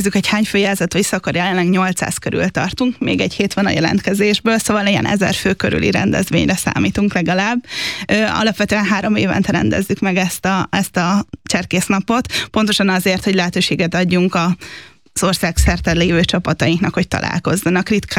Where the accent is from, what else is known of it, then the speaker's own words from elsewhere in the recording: Szeged, Csongrád-Csanád, Hungary; moved away; szegedi vagyok eredetileg, úgyhogy Szegeden kezdtem el cserkészkedni